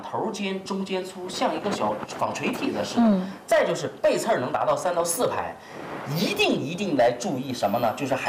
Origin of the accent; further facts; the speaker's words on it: Dalian, Liaoning, China; accent: Dalian; 用我们大连话说是非常非常肥。